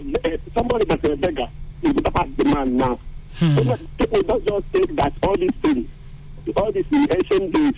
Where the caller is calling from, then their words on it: Ekwere, Nigeria; I'm calling from Ekwere.